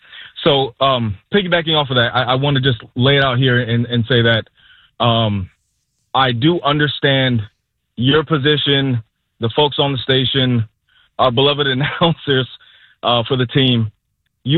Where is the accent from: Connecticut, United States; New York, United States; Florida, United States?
Florida, United States; St. Petersburg; I'm born and raised in St. Pete. I'm 40 years old.